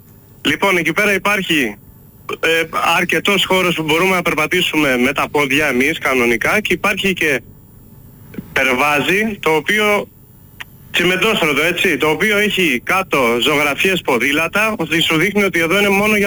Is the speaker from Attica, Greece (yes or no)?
yes; Athens, Attica, Greece; Φανταστείτε, μεγάλωσα στο ψηρί, στο Φυσίο, πρωτού γίνει πλακόστρωτο.